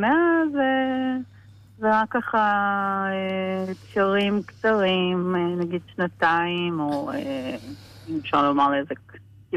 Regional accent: Herzliya, Tel Aviv District, Israel; also born or lived in United States; אני מהרצליה.

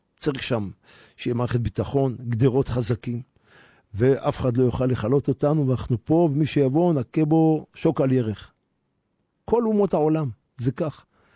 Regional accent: Jerusalem, Jerusalem District, Israel; אני גדלתי בשכונת בוחרים, פה בירושלים

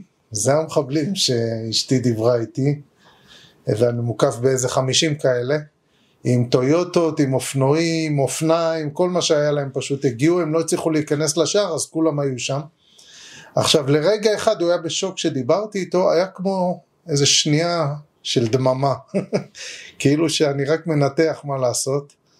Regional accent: Nir Oz, Southern District, Israel; moved away; אני מכיר אותה מילדותי שגדלתי בניר עוז

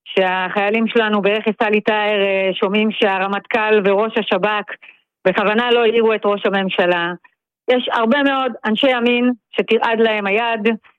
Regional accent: Migdal HaEmek, Northern District, Israel; אני גדלתי במגדל העמק, באמת גדלתי בבית מסורתי, ימני, ליכודי מאוד.

